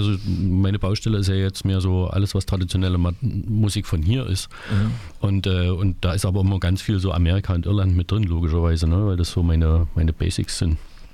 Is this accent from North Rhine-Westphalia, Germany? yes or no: no; Tanna, Thuringia, Germany; ich komme aus dem Vogtland, aus Tanna, in Thüringen.